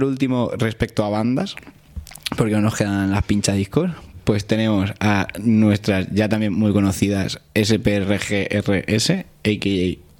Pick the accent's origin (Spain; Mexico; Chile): Spain; Madrid, Community of Madrid; born there; Yo, mi secreto es que yo nací en Madrid, pero reniego de ello.